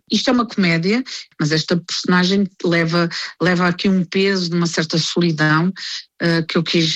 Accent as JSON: {"language": "Portuguese", "region": "Lisbon", "country": "Portugal", "tie": "born or raised there", "said": "Eu nasci na Avenida da República, está a ver, não posso ser mais lisboeta"}